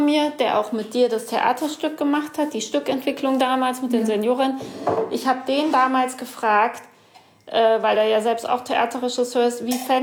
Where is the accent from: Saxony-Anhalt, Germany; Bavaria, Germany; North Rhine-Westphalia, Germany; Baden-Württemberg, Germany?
North Rhine-Westphalia, Germany; Cologne